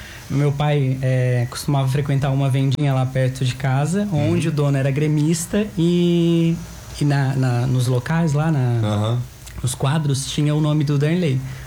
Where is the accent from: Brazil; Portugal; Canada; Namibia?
Brazil; Caputera, Santa Catarina; sou de Caputera, atuo aqui na região, né, principalmente.